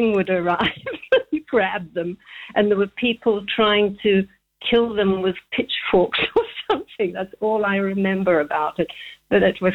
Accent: Zambia; So I grew up in Zambia. I'm 75, so it was not Zambia then.

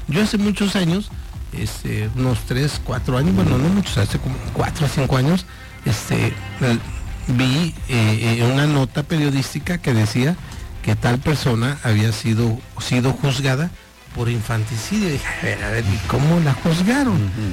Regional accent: Mexico

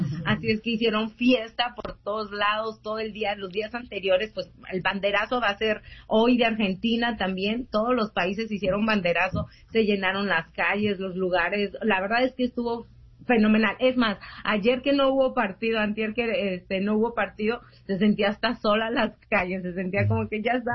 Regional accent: Mexico; nosotros como mexicanos amamos a los colombianos

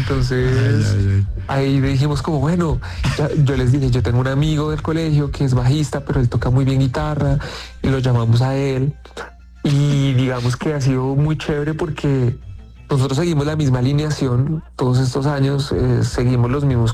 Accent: Colombia; pero como buen colombiano dije, claro, hombre, sí, me extraña.

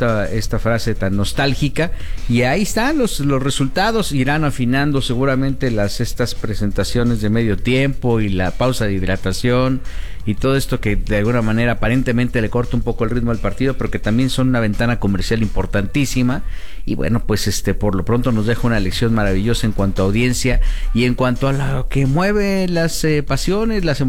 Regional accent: Mexico; Hay que seguir con esta buena vibra como mexicanos

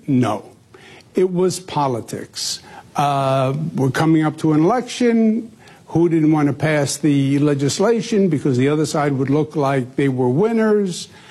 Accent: New York, United States; I'm a New Yorker, if you can't tell. New York, finance capital of the world.

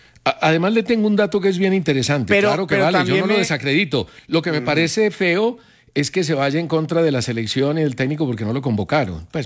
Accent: Colombia; de lo que somos los colombianos a nivel internacional.

